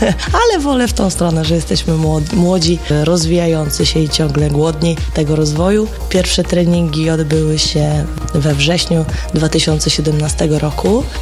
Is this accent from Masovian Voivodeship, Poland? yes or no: yes; Masovian Voivodeship, Poland; Pochodzę z małej miejscowości, która liczy 18 domów. Mój był ostatni, tam gdzie się kończył asfalt. I pochodzę z Mazowsza